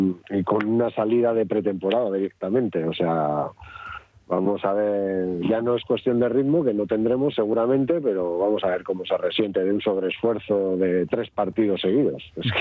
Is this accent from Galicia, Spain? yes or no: no; Ermua, Basque Country, Spain; Yo soy de Ermua, no tengo las fiestas de Bilbao en la cabeza.